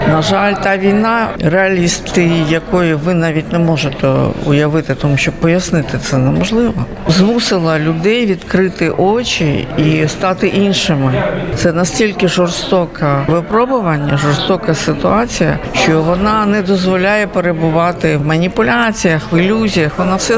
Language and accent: Ukrainian; Kyiv, Ukraine; я киянка, я народилася в Києві